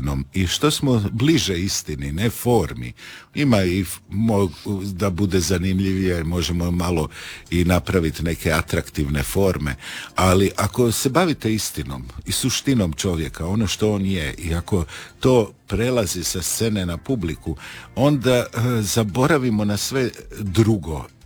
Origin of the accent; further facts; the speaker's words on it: Krnica, Istria County, Croatia; Ja sam iz Krnice.